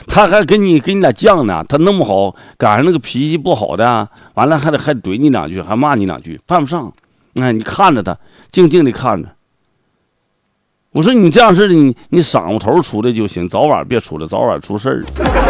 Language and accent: Chinese; Zhaodong, Heilongjiang, China; 我们黑龙江，我们老家那个赵东，离我家不远